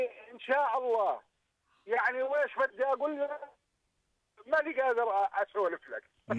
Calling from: Jordan

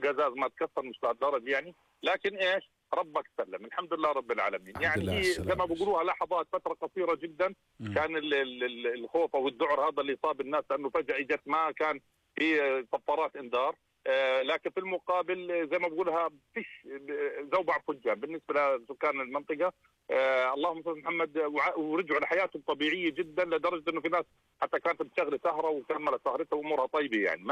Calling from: Aqaba, Aqaba Governorate, Jordan; عندنا في العقبة.

